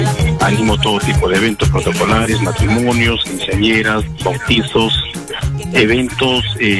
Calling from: Lima, Peru; De acá, estoy ahorita por San Isidro.

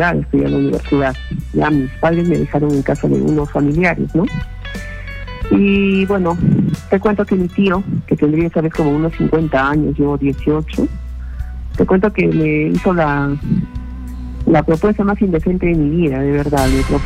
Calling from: Arequipa, Peru; soy de Arequipa

